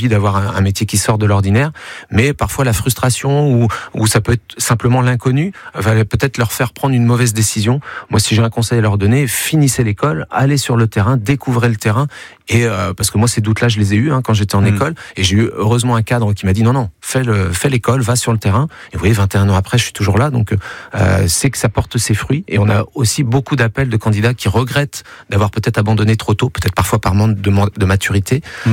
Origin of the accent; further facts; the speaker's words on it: Brittany, France; moved away as an adult; je suis parti à Tulle, en Corrèze, alors que je suis breton.